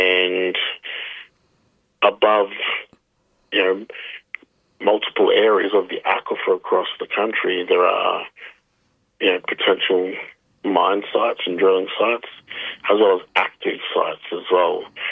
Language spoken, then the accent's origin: English; Brisbane, Queensland, Australia; born there; currently reside in Brisbane, in Maguntion, and have been since my whole life, pretty much, since I was 7 years old. So, well over 30 years now.